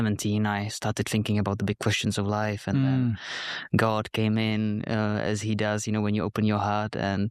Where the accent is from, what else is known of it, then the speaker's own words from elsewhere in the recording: Czechia; I'm from Czech Republic. That's a country right in the heart of Europe.